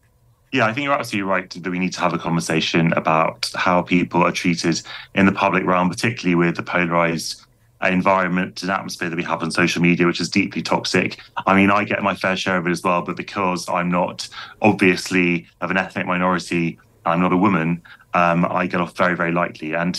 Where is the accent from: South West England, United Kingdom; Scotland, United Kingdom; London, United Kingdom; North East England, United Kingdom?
London, United Kingdom; Certainly the way I grew up growing up in London in the 1990s was that terrorism was something that was designed to strike terror into the heart of the population